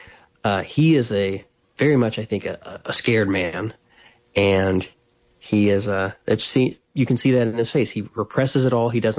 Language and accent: English; Appalachia, United States; I come from Appalachia originally in my roots. And so I have a lot of love for these people.